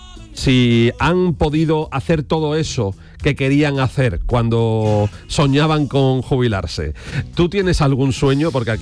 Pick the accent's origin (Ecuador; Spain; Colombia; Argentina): Spain; Jerez, Andalusia; Porque es la patrona de mi ciudad, de mi pueblo, de Jerez.